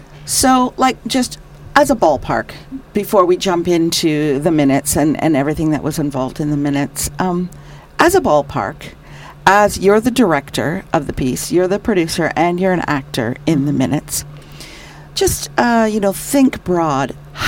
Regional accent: Edmonton, Alberta, Canada; moved away; I grew up in Edmonton, Alberta

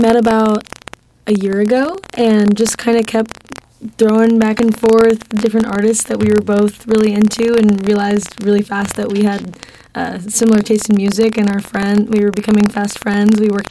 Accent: Sebastopol, California, United States; To Sebastopol. Yeah, Sebastopol. Yeah, playing a show in my hometown.

